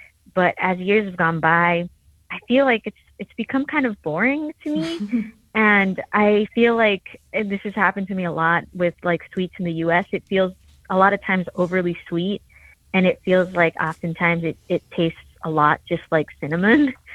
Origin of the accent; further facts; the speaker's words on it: Venezuela; now in United States; So I'm from Venezuela, and in Venezuela, we don't have four seasons, right? So when I came to the U.S., I was met with the joy of eating things that are specific to the fall.